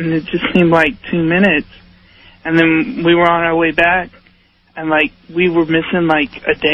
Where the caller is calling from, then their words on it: Highland Springs, Virginia, United States; I'm calling from Highland Springs, Virginia, right outside of Richmond.